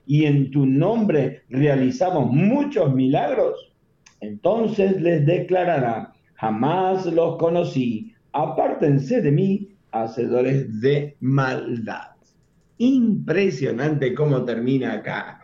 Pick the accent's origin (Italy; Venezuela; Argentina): Argentina